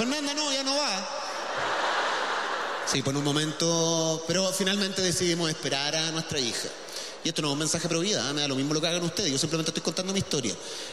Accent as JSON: {"language": "Spanish", "country": "Chile", "said": "Como que cada vez como chilenos queremos cambiarlo todo, nos pasamos tres pueblos y volvemos al mismo punto en el que estábamos."}